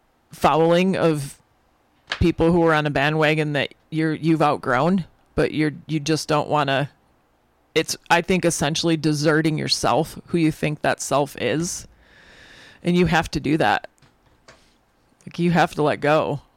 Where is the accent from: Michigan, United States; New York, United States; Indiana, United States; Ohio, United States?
Michigan, United States; but I grew up in Michigan, and after being in Miami and New Zealand, it was like, do I really want to go bac